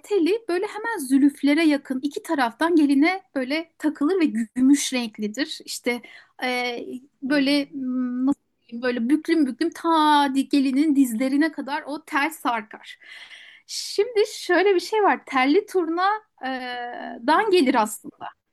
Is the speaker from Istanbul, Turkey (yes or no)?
no; Muğla, Turkey; Şimdi ben Muğla'lıyım ve şu ana kadar orada turna olduğunu hiç duymadım.